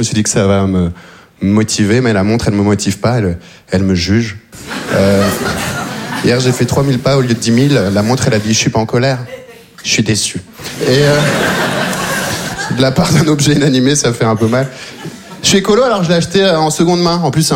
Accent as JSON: {"language": "French", "country": "Belgium", "tie": "born or raised there", "said": "Je viens de Belgique. Je suis arrivé en Belgique quand j'avais 3 ans. J'ai vécu toute ma vie là-bas."}